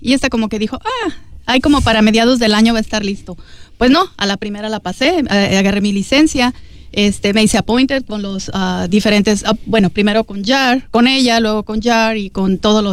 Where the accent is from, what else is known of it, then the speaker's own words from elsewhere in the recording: Mexico; moved away as an adult; yo soy de México, Yo vine aquí hace pues ya casi que 15 años, me casé, mi marido me trajo para acá.